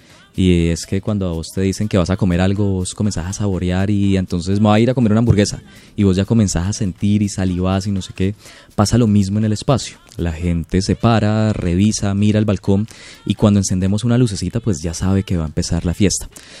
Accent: Cali, Valle del Cauca, Colombia; heridas que tenemos como caleños

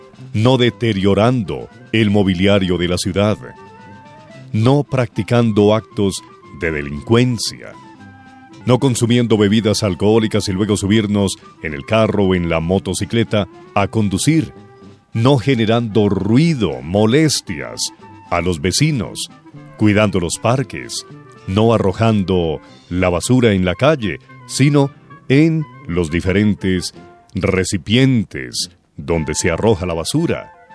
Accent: Colombia; nosotros hoy, como colombianos

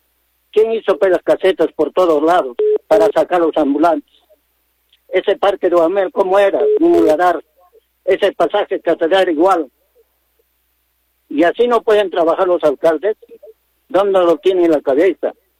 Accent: Arequipa, Peru; ¡Viva Arequipa! Yo soy arequipeño. Entonces, trabaja, pues, por Arequipa.

